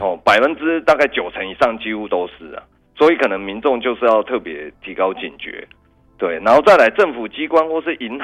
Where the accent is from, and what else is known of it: Taiwan